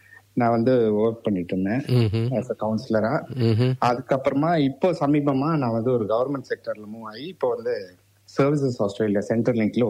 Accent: Chennai, Tamil Nadu, India; சென்னையிலதான், proper Chennai. அப்ப மெட்ராஸ் சொல்லுவாங்க, இப்ப சென்னை. அது சென்னை வந்து சென்னையில பிறந்து வளர்ந்தேன், படிச்சது சென்னை தான்.

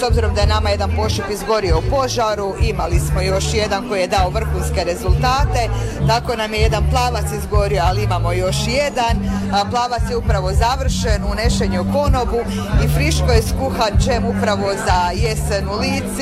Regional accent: Slavonia, Croatia; now in Pelješac, Croatia; ja sam inače Slavonka, mi 11 godina živimo na Pelješcu

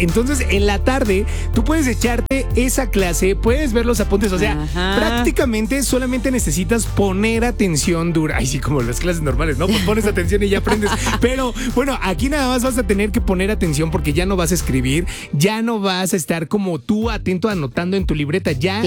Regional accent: Xalapa, Veracruz, Mexico

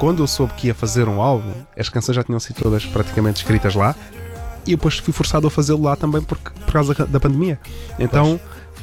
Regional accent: Lisbon, Portugal; Sou daqui de Lisboa, aqui ao lado.

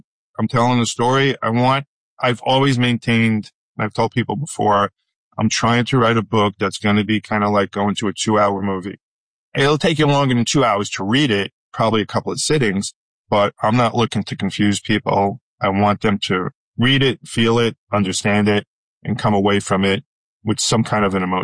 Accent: New York, United States; moved away as an adult; now in Pennsylvania, United States; I'm from New York. I started out at a radio station in New York, WNW

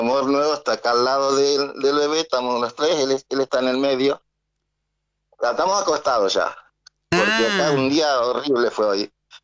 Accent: Santo Tomé, Corrientes, Argentina; born there; now in Concordia, Argentina; Yo nací en Santo Tomé Corrientes.

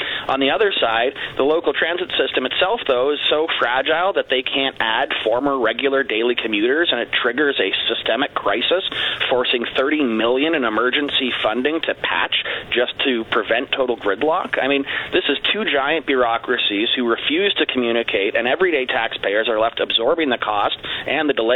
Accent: Toronto, Ontario, Canada; Toronto, for example, my hometown where I was born.

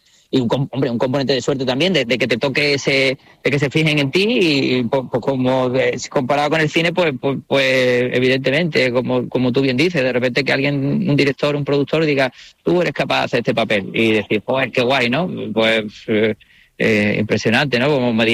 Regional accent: Canary Islands, Spain; born there; yo nací en Gran Canaria por circunstancias laborales de mi padre.

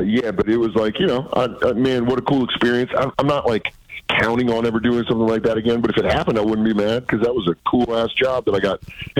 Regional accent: Colorado, United States; It's like, I'm from Colorado, so I thought it was just for hiking and eating trail mix.

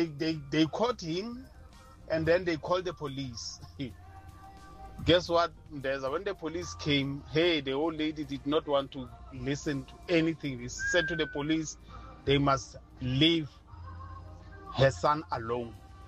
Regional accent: North West, South Africa; moved away; my hometown in Northwest, I won't say where in Northwest, but in Northwest

